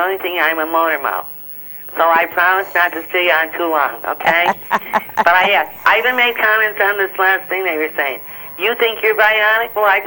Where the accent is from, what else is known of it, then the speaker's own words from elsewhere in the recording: Wilkes-Barre, Pennsylvania, United States; Well, I'm from Wilkes-Barre, Pennsylvania, sister, near the Pocono Mountains.